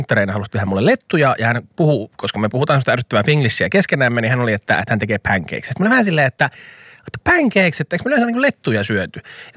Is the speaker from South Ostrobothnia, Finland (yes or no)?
no; Kerava, Uusimaa, Finland; now in Helsinki, Finland; rakkaassa kotikaupungissani Keravalla